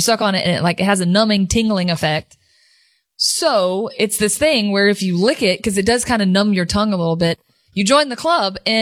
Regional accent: Birmingham, Alabama, United States; also born or lived in New Jersey; I wasn't born in Birmingham. I was born in New Jersey, but pretty much, I mean, I've lived here all my life, grew up here.

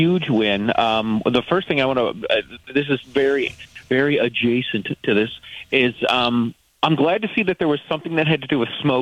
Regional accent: Midwest, United States; now in Massachusetts, United States; I grew up in the Midwest

